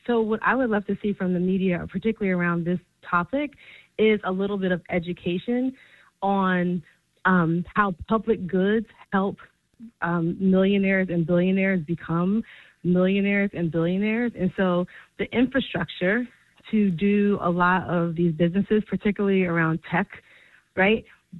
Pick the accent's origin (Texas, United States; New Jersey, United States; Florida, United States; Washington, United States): New Jersey, United States